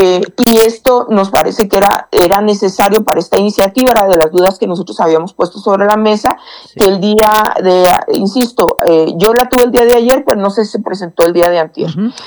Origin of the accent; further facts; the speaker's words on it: Chihuahua, Mexico; Chihuahua, de donde yo soy oriunda además